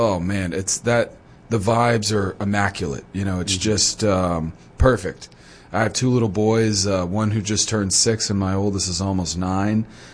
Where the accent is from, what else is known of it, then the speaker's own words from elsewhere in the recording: Baton Rouge, Louisiana, United States; moved away as an adult; also born or lived in New Orleans; now in Little Rock, United States; I'm from New Orleans originally, and I did grow up with a minor league team there, the New Orleans Zephyrs. Mm-hmm. But we moved away from New Orleans to Baton Rouge when I was like six or so.